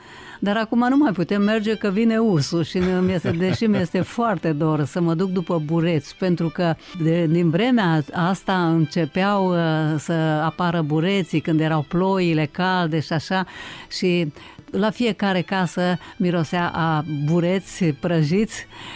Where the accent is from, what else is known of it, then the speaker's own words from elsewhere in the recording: Ocnița, Romania; moved away; Eu sunt tot timpul acolo la Ocnița. Întotdeauna am fost acolo, chiar dacă anii și timpul m-au depărtat de satul meu natal, m-am gândit cu drag la satul meu natal